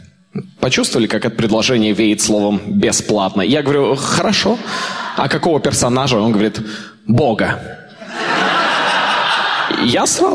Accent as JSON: {"language": "Russian", "country": "Kazakhstan", "said": "Я вообще сам из Казахстана. Но только лет в 10 я осознал, что я не казах."}